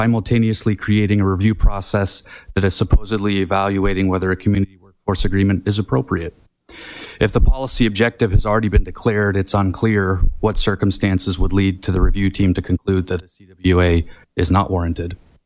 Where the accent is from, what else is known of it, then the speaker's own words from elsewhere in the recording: Fairbanks, Alaska, United States; I was born and raised in the Fairbanks North Shore Borough. For the past 2 decades, I have lived and worked in this community as a finance professional.